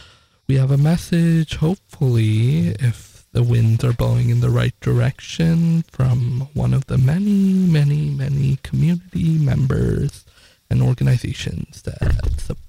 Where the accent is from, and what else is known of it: Arizona, United States; born there; now in Bay Area, United States